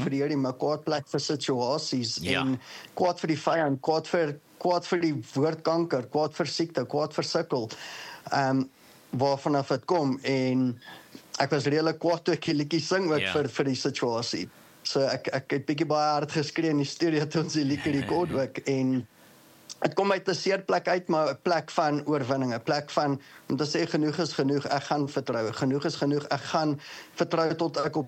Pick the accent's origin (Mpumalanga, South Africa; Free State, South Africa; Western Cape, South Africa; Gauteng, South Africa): Gauteng, South Africa; Boksburg; So, ek kom van die Oostrand af in Johannesburg, Boksburg. Mm-hmm. Ek is maar nog hier my hele leven lang. So, dis waar ek groot geword het, dis waar ek nog tans bly.